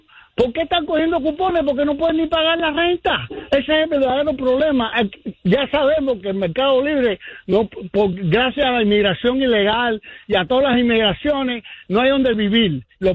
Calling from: New Jersey, United States; De New Jersey.

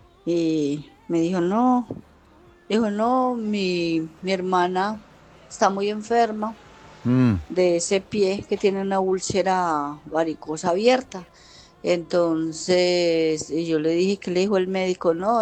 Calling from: Cartago, Valle del Cauca, Colombia; Buenos días, amigos de Devocional. … de Cartago Valle.

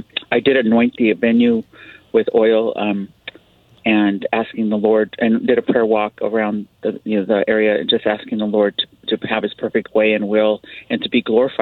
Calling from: Los Alamitos, California, United States; I'm calling from Los Alamitos, California.

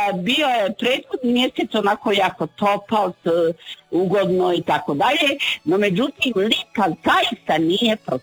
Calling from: Bosnia & Herzegovina; ja sam iz Bosne

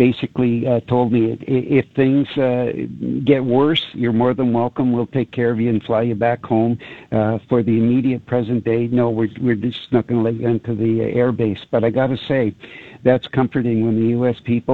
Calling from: Canada

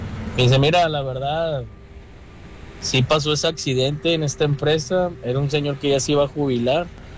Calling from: Guadalupe, Nuevo León, Mexico; Yo soy del municipio de Guadalupe, Nuevo León.

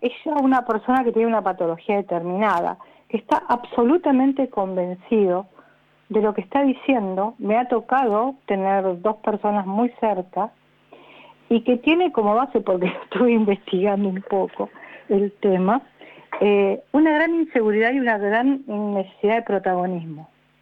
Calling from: Mar del Plata, Buenos Aires Province, Argentina; de Mar del Plata.

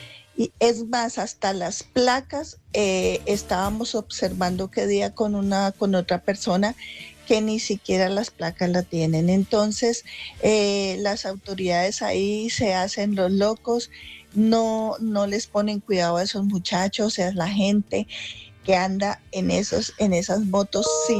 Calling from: Ibagué, Tolima, Colombia; Yo vivo en El Salado

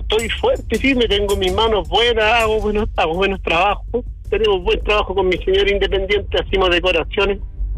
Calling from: Puente Alto, Santiago Metropolitan Region, Chile; Yo vivo en Puente Alto, ¿no? Todavía estoy en la casa.

